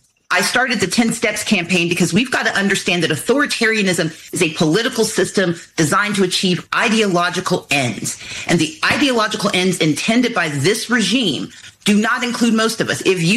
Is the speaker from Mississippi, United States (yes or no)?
yes; Mississippi, United States; born there; moved away; also born or lived in Georgia; I'm from Georgia. I grew up in Mississippi. I came of age in Georgia.